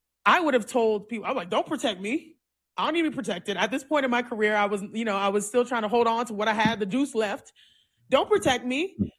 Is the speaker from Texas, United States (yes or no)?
yes; Cypress, Texas, United States; I'm like, oh, I'm from Cypress. I'm like, oh, you ain't from Houston. I'm from the north side. Northwest side.